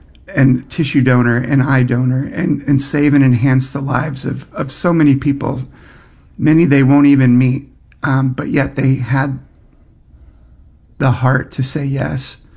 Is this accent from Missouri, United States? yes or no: yes; St. Louis, Missouri, United States; moved away; I was born in St. Louis and grew up there, really.